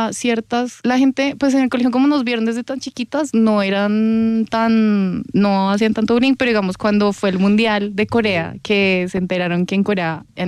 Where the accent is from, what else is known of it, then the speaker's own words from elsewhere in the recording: Colombia; mamá, nosotras crecimos en Colombia.